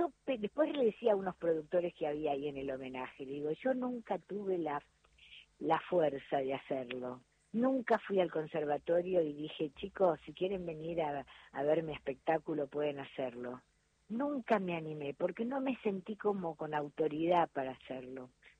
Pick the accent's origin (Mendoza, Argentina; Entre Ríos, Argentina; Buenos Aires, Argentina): Buenos Aires, Argentina; Floresta.